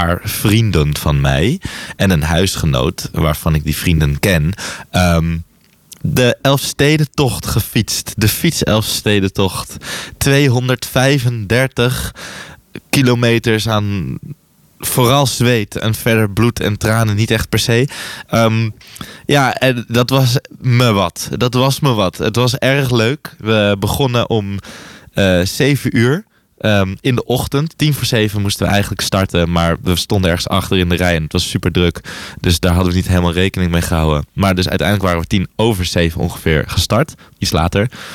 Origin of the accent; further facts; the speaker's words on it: Heerenveen, Friesland, Netherlands; Ik kom uit Heerenveen